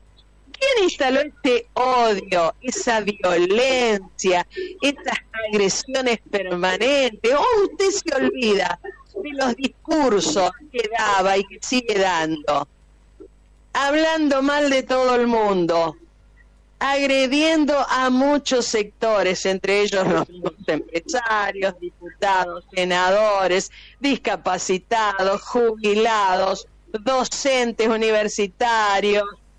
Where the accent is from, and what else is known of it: Argentina